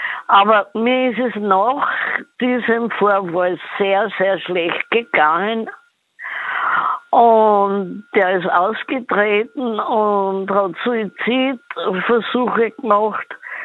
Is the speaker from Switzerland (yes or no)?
no; Upper Austria, Austria; now in Vienna, Austria; ich bin geboren in Oberösterreich und aufgewachsen